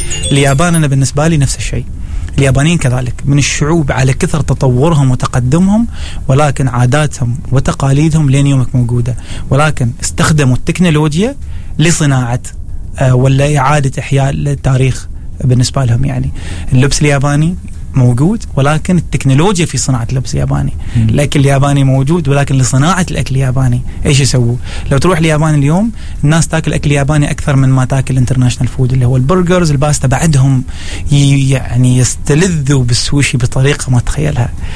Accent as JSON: {"language": "Arabic", "country": "Oman"}